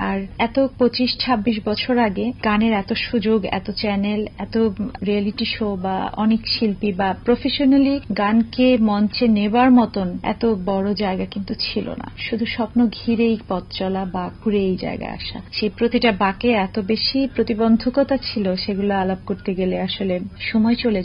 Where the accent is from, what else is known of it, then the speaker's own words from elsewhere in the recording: Matlab, Chittagong Division, Bangladesh; moved away as an adult; now in Dhaka, Bangladesh; আমি তো আসলে চাপুর মতলবের মেয়ে এবং সেখানে আমার জন্ম। আমি ওখানে কলেজ পর্যন্ত ছিলাম, পরে ইউনিভার্সিটিতে ঢাকায় মুভ করেছি।